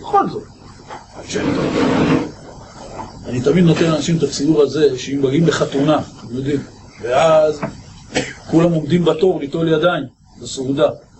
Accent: Rishon LeZion, Central District, Israel; אני גדלתי בארץ ישראל, דור רביעי בארץ ישראל, נולדתי בראשון לציון

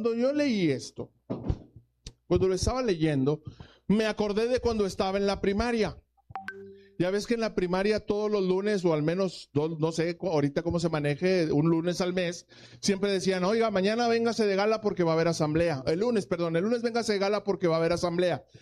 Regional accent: Mexico; Nosotros como ciudadanos mexicanos

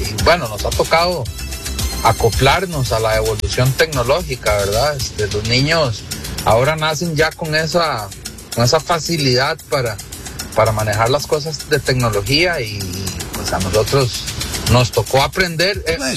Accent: San José, Costa Rica; born there; also born or lived in Valle de la Estrella, Limón, Costa Rica; Yo la mitad de mi adolescencia la viví acá en San José, con todas las comodidades que habían acá en San José, y la segunda mitad me tocó vivirla en el Valle de la Estrella, con todas las dificultades que implica vivir en un lugar rural, en un lugar alejado

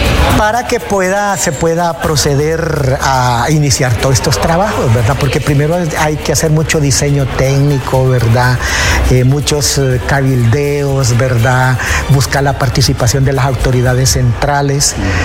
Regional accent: Juticalpa, Olancho, Honduras; somos ciudadanos de Juticalpa, ¿verdad? Y la ciudad nos gusta vivir aquí

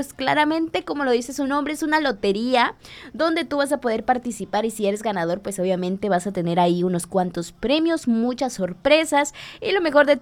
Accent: Mexico; con esta actitud mexicana, como buenos mexicanos que nos encanta el despapalle.

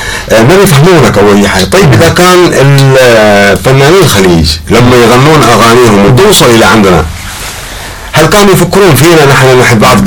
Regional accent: Hadramawt, Yemen; عندنا في حضرموت

